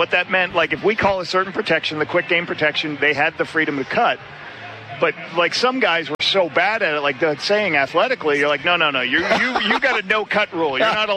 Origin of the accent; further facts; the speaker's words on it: Canada; I don't think I can bet as a Canadian, as an Olympic coach.